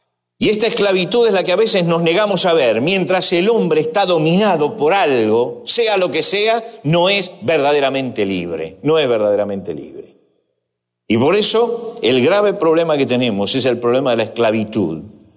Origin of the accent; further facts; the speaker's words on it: Argentina; Somos libres los argentinos